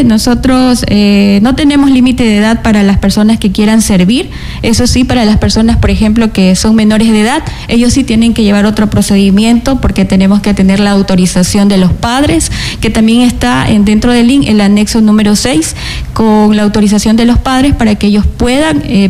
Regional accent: Salinas, Santa Elena, Ecuador; yo no pertenezco a Santa Elena, soy de Salinas

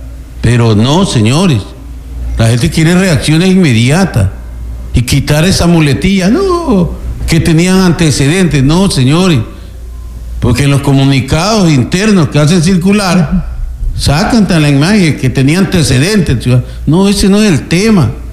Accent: Santa Elena, Ecuador; Nosotros somos la provincia de Santa Elena

